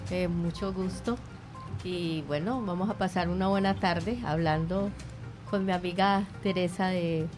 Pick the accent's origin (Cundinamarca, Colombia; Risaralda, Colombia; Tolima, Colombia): Risaralda, Colombia; Pereira; moved away; Colombiana, de Pereira.